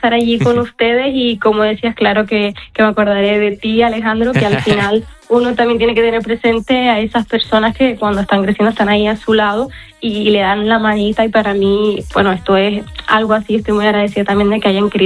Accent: Tenerife, Canary Islands, Spain; vine de Tenerife, que yo soy de allí

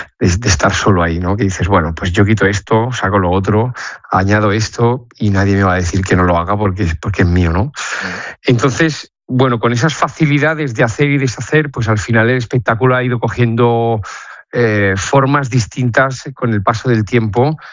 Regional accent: Region of Murcia, Spain; es que yo vengo de Murcia, que aquello es una bañera.

